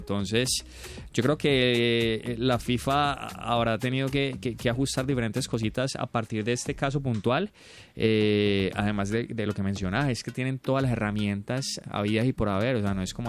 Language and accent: Spanish; Colombia; la cercanía de nosotros como colombianos